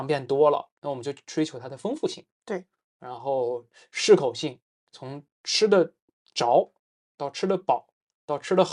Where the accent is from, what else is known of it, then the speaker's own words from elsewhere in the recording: China; 我们中国人是以稻为食，以酒庆丰